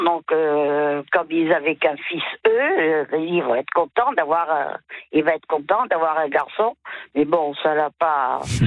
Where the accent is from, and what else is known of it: Nouvelle-Aquitaine, France; born or raised there